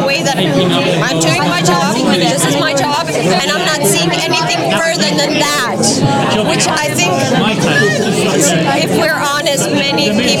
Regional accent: Lithuania; I'm from Lithuania

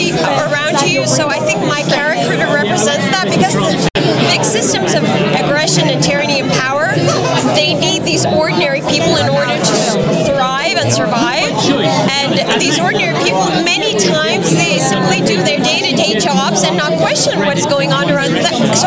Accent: Lithuania; I'm from Lithuania

